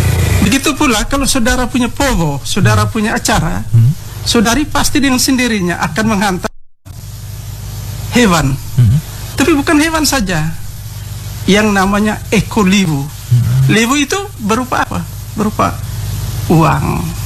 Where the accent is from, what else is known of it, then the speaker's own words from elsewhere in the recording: Wolotopo, East Nusa Tenggara, Indonesia; Macam kami di Wolotopo, misalnya saya suku Atarobo dan Sausue dan Sawatalaki.